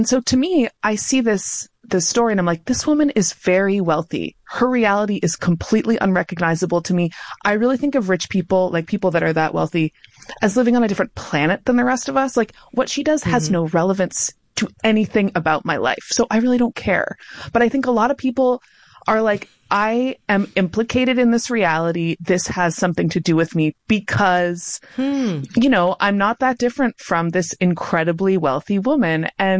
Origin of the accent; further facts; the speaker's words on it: Canada; I'm saying this as a Canadian right now